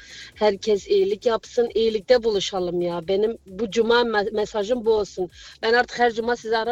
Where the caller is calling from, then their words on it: Frankfurt, Hesse, Germany; Değil ya, ben Frankfurt'tan, aynen, ben sizi her zaman dinliyorum.